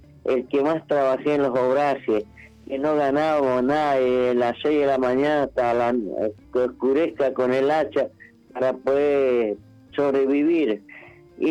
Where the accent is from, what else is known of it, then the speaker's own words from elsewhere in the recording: Curuzú Cuatiá, Corrientes, Argentina; now in Lanús, Argentina; Yo soy de Corrientes y conozco bien la injusticia que hay en mi provincia, porque no hay fábrica, no hay nada, recién algunas pequeñas fábricas. Y era todo cosecha de arroz, de maíz, de naranja, obrajes.